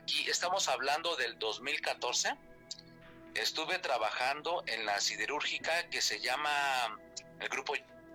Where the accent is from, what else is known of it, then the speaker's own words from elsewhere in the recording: Mexico City, Mexico; moved away as an adult; now in Atizapán de Zaragoza, Mexico; yo soy originario de Azcapotzalco. Pero, sí, pues, ahorita es que mi esposa tuvo la fortuna de encontrarse a alguien como yo y ahora vivimos en Atizapán de Zaragoza.